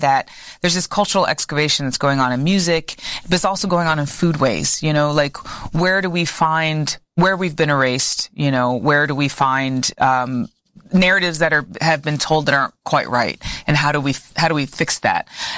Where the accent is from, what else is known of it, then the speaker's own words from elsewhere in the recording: North Carolina, United States; I'm not American. I am, but I'm North Carolinian, and that means something.